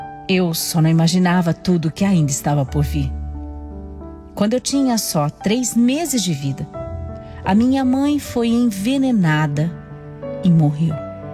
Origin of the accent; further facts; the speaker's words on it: Mozambique; born there; Eu nasci em Moçambique, um país muito diferente do Brasil em muitos aspectos